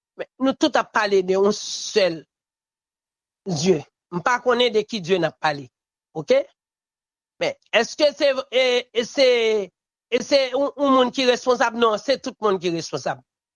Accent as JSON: {"language": "French", "country": "Haiti", "said": "Parce que moi-même, moi, senti me frustré. En tant que haïtien, pour moi, c'est haïtien."}